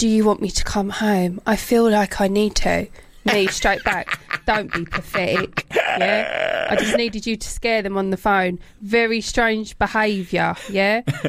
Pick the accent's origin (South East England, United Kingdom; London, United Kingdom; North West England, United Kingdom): South East England, United Kingdom; Gravesend; I'm from Gravesend.